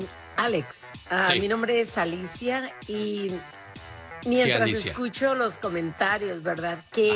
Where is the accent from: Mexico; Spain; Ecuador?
Mexico; Sinaloa; moved away; Yo soy de México, de un pueblito de Sinaloa.